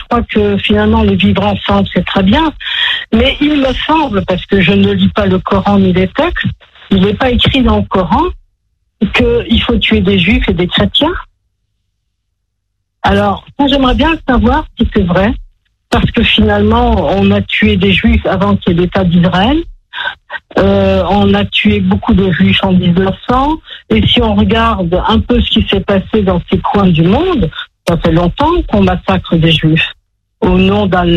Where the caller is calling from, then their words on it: France; moi je suis française depuis le 15e siècle.